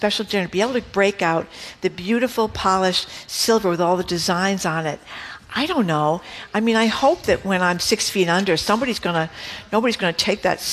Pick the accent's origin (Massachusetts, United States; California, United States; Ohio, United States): Massachusetts, United States; Fall River; born or raised there